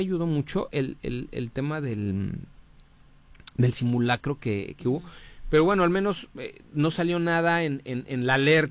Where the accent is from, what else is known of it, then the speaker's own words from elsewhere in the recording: Mexico City, Mexico; now in Cancún, Mexico; soy de la Ciudad de México.